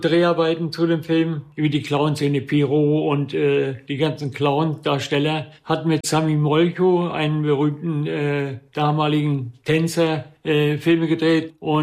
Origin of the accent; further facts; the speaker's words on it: Markin, Germany; born there; now in Schwerin, Germany; Ich komme hier aus Schwerin jetzt. Bin geboren in Markin.